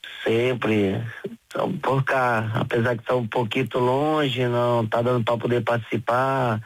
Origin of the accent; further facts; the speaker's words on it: Portugal; now in United States; Saí de Portugal, fui a Brasil ver minha mãe. Opa, mas meu coração, a cabeça está sempre, sempre, a vida toda em Portugal, estás a ver?